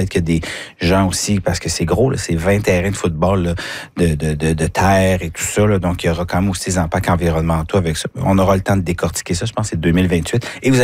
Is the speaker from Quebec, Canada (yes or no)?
no; New Brunswick, Canada; chez nous au Nouveau-Brunswick.